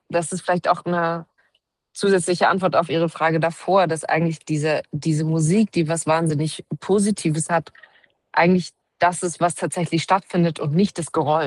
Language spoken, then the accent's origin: German; Leipzig, Saxony, Germany; Naja, also ich komme aus Leipzig. Da sind ja jetzt Wahlen im September.